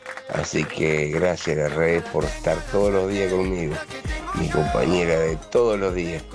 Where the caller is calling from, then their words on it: Casanova, Buenos Aires Province, Argentina; Tengo 61 años.